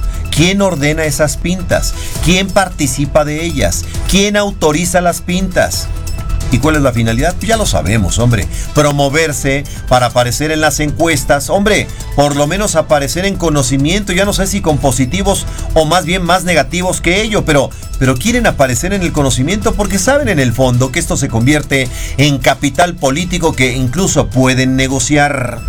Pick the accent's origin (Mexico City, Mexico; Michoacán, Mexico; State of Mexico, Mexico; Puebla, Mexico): Puebla, Mexico; qué opina del escenario que estamos viviendo como poblanos y también como mexicanos.